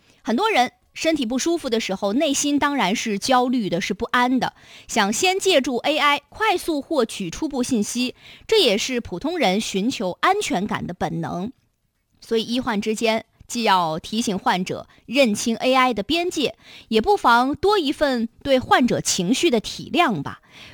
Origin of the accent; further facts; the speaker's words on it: Shanxi, China; moved away; 在我的老家山西呢，有一家景区啊就推出了掰玉米粒的活动